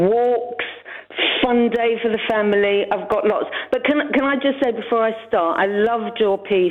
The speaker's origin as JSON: {"language": "English", "region": "London", "country": "United Kingdom", "tie": "born or raised there", "said": "because I was born and brought up in Spitalfields."}